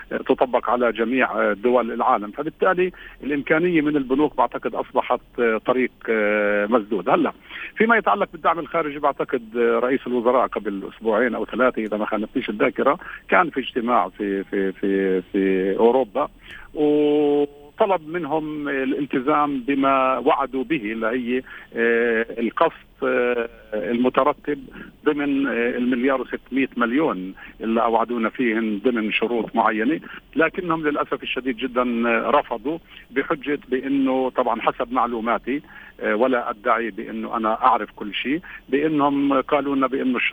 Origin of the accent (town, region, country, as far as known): Palestine